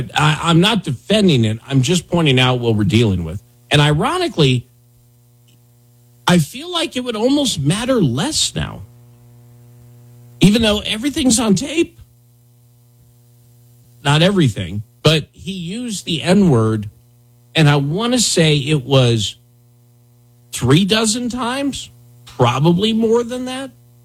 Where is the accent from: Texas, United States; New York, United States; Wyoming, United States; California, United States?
Wyoming, United States; I grew up in Wyoming.